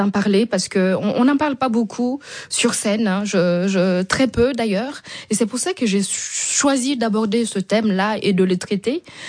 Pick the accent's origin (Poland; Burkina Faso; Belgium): Burkina Faso; notamment chez moi au Burkina, ils ont fait des bons